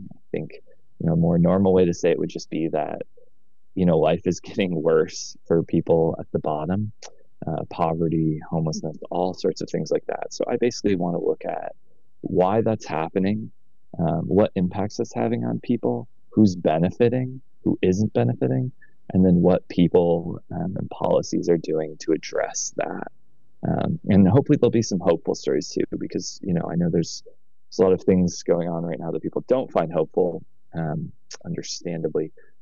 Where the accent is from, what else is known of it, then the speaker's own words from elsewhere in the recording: Portland, Oregon, United States; moved away as an adult; I'm from Portland